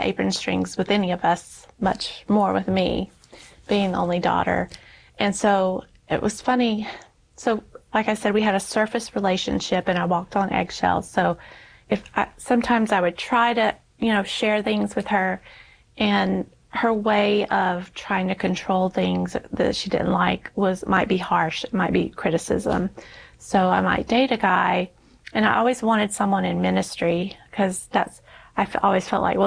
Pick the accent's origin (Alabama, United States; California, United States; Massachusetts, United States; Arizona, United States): Alabama, United States; also born or lived in Louisiana; my dad had been transferred when my brothers were young. And we lived a total of 16 years in Alabama, where I was born. When we moved back to Louisiana